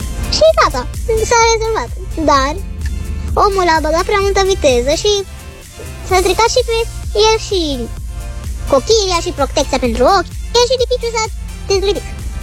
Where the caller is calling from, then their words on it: Iași, Iași County, Romania; din Iași, am 7 ani.